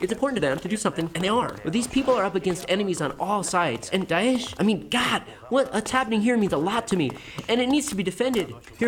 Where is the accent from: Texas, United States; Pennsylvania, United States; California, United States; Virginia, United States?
California, United States; Los Angeles; also born or lived in Detroit; Both my parents came from Egypt, but yeah, I was born in Detroit and grew up in Los Angeles.